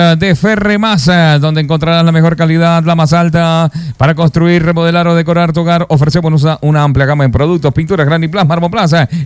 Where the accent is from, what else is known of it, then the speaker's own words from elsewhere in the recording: Miranda, Venezuela; born there; De los Valles del Tuy, Estado Miranda. Yo nací allá.